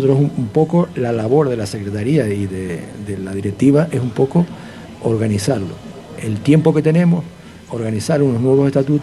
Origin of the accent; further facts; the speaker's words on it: Garafía, Canary Islands, Spain; yo en concreto soy de Garafía